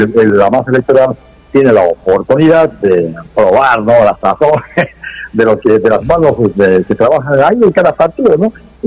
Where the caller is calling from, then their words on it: Tabalosos, San Martín, Peru; rogando al señor que se mantenga la calma aquí en Tabalosos, capital del distrito, Ciudad de las Piedras